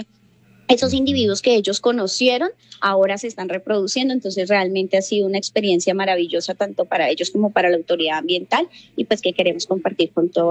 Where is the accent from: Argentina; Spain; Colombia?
Colombia; Huila; nos debe hacer sentir muy orgullosos como huilenses y como colombianos de estar aportando